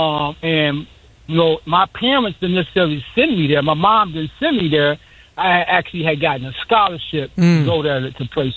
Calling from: Chicago, Illinois, United States; I'm from your backyard, man. I'm from Wicker Park area.

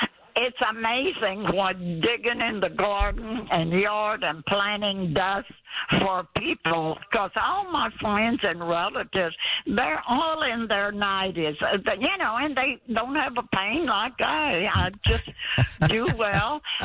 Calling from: Victoria, Texas, United States

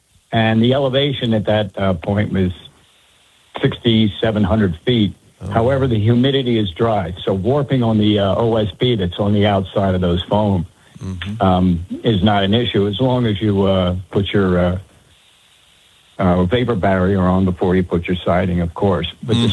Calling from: Montana, United States; I'm calling you from Montana

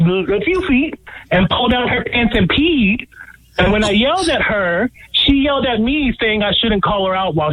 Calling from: New York, United States; I'm from New York.

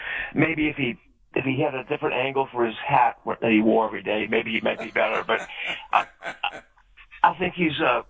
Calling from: New Orleans, Louisiana, United States; I'm from New Orleans.

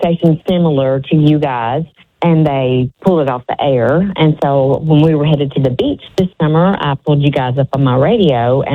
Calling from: Cookeville, Tennessee, United States; I'm in Cookeville. I'm about halfway between Nashville and Knoxville.

